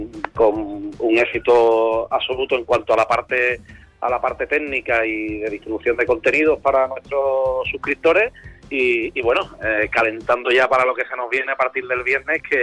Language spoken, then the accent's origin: Spanish; Cádiz, Andalusia, Spain; Yo creo que ya como gaditano